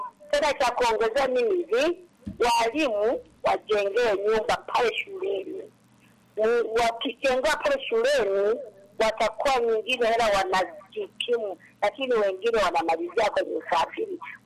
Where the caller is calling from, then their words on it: Masanza, Tanzania; Nimetokea … nipo Masanza.